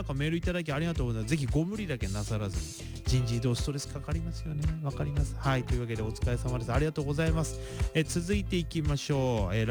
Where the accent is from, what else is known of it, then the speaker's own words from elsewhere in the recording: Ibaraki, Japan; accent: Ibaraki dialect; I'm from Japan. 茨城。So, 茨城 prefecture.